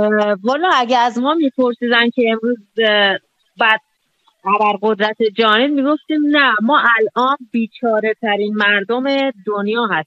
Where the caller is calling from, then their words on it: Iran; من خودم هم به عنوان یک ایرانی